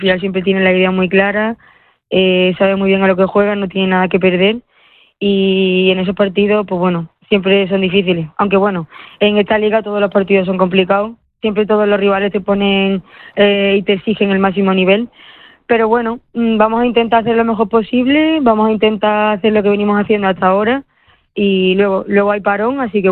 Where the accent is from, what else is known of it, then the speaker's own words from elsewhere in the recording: Málaga, Andalusia, Spain; moved away; me encanta el calor, porque soy de Málaga.